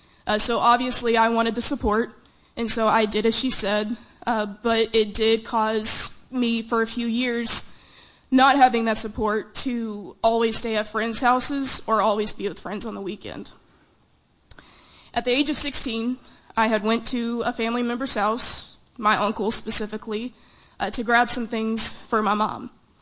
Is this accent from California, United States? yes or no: no; Malvern, Arkansas, United States; also born or lived in Little Rock, Arkansas; I am of Arkansas because my family is of Arkansas. I was born here in Little Rock, but I was raised about 45 minutes south in Malvern, Arkansas.